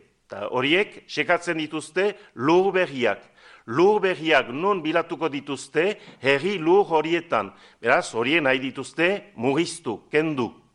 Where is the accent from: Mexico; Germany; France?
France; Estérençuby, Nouvelle-Aquitaine; ni Estrentzubikoa naiz, eta badakit gure herrian, laborarien artean